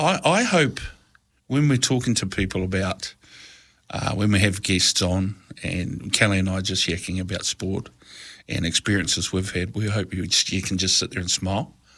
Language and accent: English; Palmerston North, Manawatū-Whanganui, New Zealand; I'm born and bred in Palmy. I'm a little bit older than you.